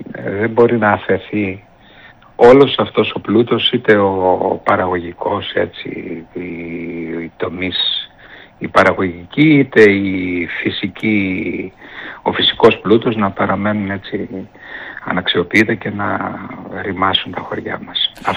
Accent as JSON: {"language": "Greek", "town": "Keramoti", "country": "Greece", "tie": "born or raised there", "moved": "as an adult", "lives_now": "Heraklion, Greece", "said": "Και χρόνια πολλά στο χωριό μου, στην Κεραμωτή, που σήμερα είναι τα Αγιομήρωνα."}